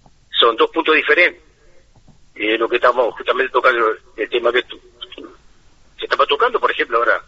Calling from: Salto, Uruguay; yo soy de Salto.

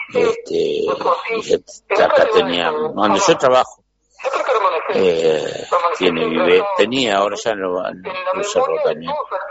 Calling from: Montevideo, Uruguay; de Melilla.

